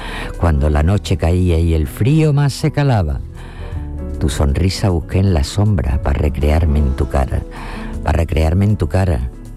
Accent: El Puerto de Santa María, Andalusia, Spain; En el puerto de Santa María, que es mi pueblo donde yo nací

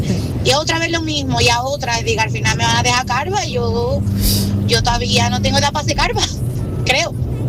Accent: Seville, Andalusia, Spain

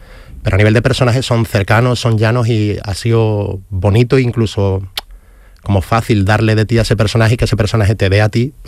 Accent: Huelva, Andalusia, Spain; Yo soy de Huelva

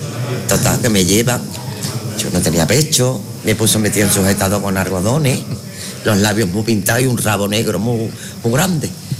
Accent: Seville, Andalusia, Spain; Y a mí me tocó San Juan y yo me fui de Triana con 4 añitos y me crié en San Juan.

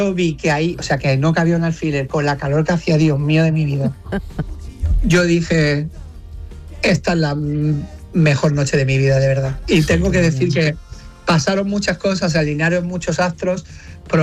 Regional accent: L'Hospitalet de Llobregat, Catalonia, Spain

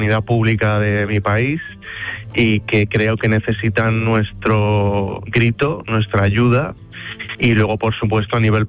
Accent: Seville, Andalusia, Spain; que tengo muchas ganas de volver a mi tierra, de volver a Sevilla

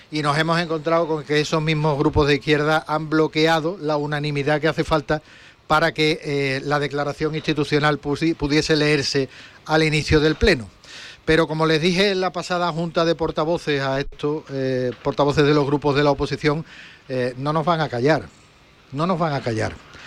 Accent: Andalusia, Spain; lo que nos faltaba como andaluces y lo que nos faltaba como diputados.

